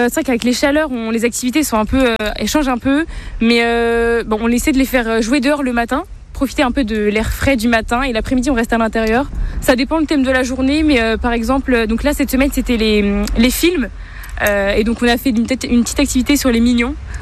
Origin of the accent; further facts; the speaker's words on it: Martigny-sur-Mayenne, Pays de la Loire, France; je viens de Martigny-sur-Mayenne.